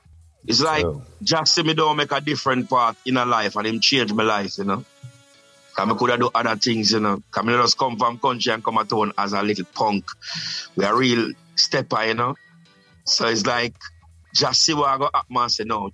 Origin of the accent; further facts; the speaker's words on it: Saint Elizabeth, Jamaica; moved away as an adult; also born or lived in Kingston; Well, I hail from St. Elizabeth, you know. We settled in really 1991, we settled in a town.